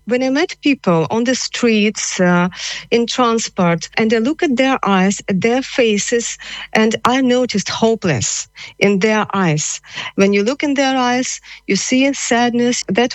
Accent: Kharkiv, Kharkiv Oblast, Ukraine; moved away; I'm from Kharkiv originally. And after I left Ukraine, all the cities were attacked.

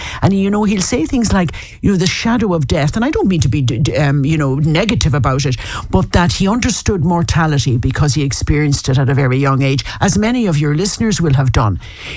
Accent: Foxford, Connacht, Ireland; born there; I was born in Foxford in Mayo.

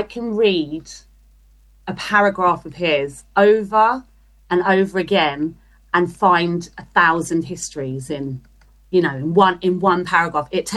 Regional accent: London, United Kingdom; now in Brighton, United Kingdom; As much as I'm from South London, I will never, ever live there ever again. Sorry, South London. I've done South. I am South London. That's in my bones. That's in my heart.

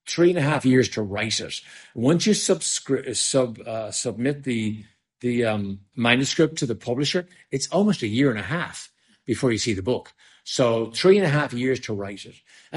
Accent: Ireland; now in United States; Oh, very Irish. Oh, definitely an Irishman. Yeah. I have dual citizenship. So I still have my Irish passport and an American passport, but very much Irish all the way through every fiber of my being.

